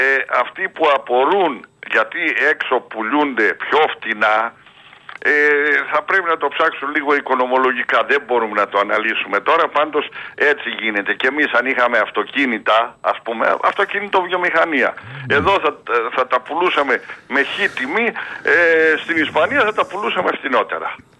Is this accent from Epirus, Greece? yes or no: yes; Epirus, Greece; Είχαν περάσει καλώδια στο χωριό μου κάποια χιλιόμετρα